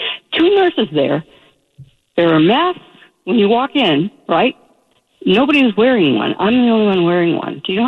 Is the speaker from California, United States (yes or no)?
yes; Corona, California, United States; born there; now in Massachusetts, United States; I was born in Corona, California.